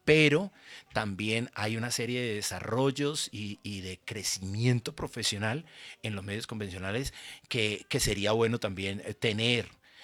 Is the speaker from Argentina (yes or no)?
no; Bucaramanga, Santander, Colombia; yo soy de Bucaramanga, sí. Venía de Bucaramanga, nací en el cristianismo en Bucaramanga, en mi familia